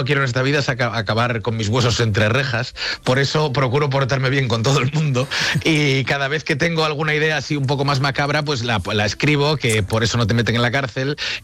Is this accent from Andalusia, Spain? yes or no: no; Vigo, Galicia, Spain; born there; now in Madrid, Spain